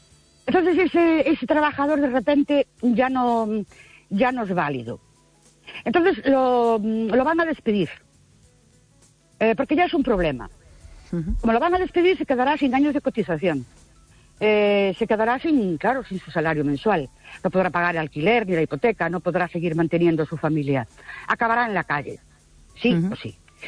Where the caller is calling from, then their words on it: Ourense, Galicia, Spain; Buenas noches … de Orense.